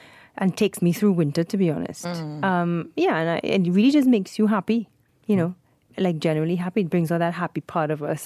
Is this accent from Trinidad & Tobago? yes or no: yes; St. James, Trinidad & Tobago; I grew up in St. James, and St. James is, like most parts of Trinidad, because it's hot, everybody's windows open, and someone's always playing music.